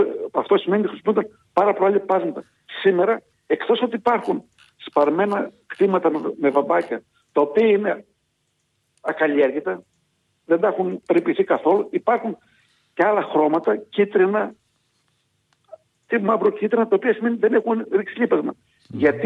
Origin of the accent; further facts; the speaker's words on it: Thessaly, Greece; στο χωριό μου, το οποίο είναι η Καρδί, έχει γυμνάσιο. Ήταν πρώην 9 χωριά του τέος Δήμου Φίλου